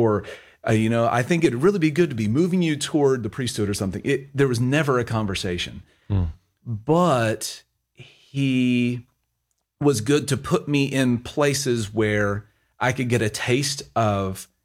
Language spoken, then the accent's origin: English; United States; now in Oregon, United States; Our church is in Oregon, but I'm from Texas, Oklahoma right. area.